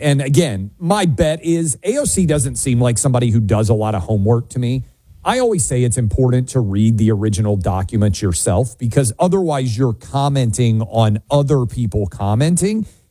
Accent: Tennessee, United States; the failure of my home state of Tennessee to execute a woman on death row correctly

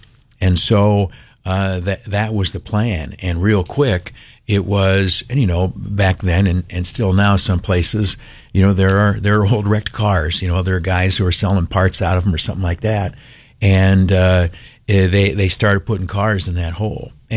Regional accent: Canisteo, New York, United States; now in Rochester, United States; my hometown is quite a ways from Rochester, about 70 miles, sort of on the edge of our listening area.

